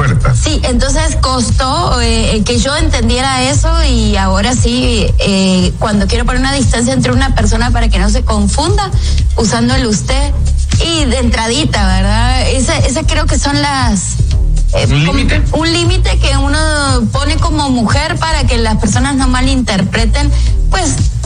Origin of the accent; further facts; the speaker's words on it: Argentina; moved away as an adult; now in Guatemala; como argentina yo hablo de vos.